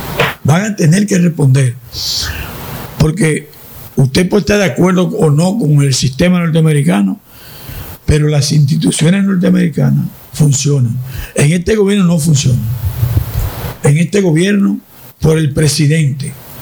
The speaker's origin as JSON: {"language": "Spanish", "country": "Dominican Republic"}